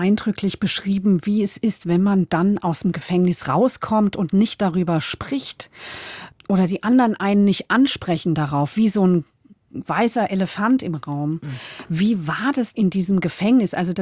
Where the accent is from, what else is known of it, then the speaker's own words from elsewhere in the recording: West Germany, Germany; als Wessi wie ich